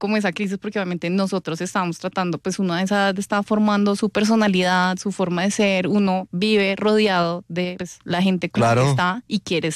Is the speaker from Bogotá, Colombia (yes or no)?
yes; Bogotá, Colombia; Yo nací en Bogotá, pero la gente tiene el descaro de decir de dónde soy yo, pero yo les voy a decir, yo soy colombiana, pero ajá, también soy muy coreana.